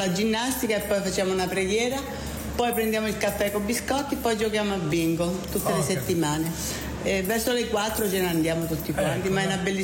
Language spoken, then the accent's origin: Italian; Ascoli Piceno, Marche, Italy; now in Canada; Io sono marchigiana